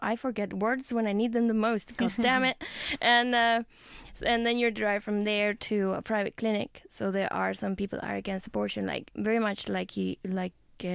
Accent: Spain; I come from Spain. Spain is, as you all, maybe not all of you, but many of you will know that it's a historically Catholic country where church has a lot of power

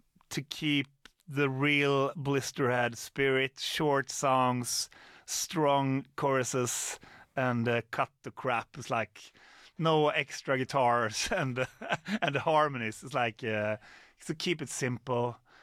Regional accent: Falköping, Västra Götaland, Sweden; So I'm from Falköping, and Eric, who started singing in the band, a guitarist, he's from Skövde.

